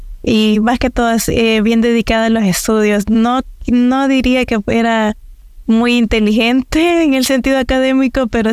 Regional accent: Santa Tecla, La Libertad, El Salvador; soy de El Salvador, específicamente del Departamento de la Libertad en Santa Tecla. Vengo de una familia muy trabajadora y de creativos. Vivo con mis papás y mis dos hermanos mayores.

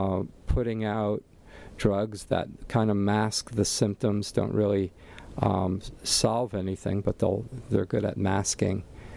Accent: Allentown, Pennsylvania, United States; But my hometown area back in Allentown, Pennsylvania, where I grew up

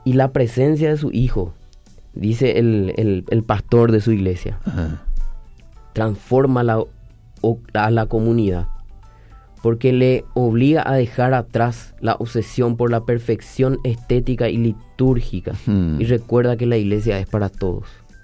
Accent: Paraguay; Nosotros somos paraguayos

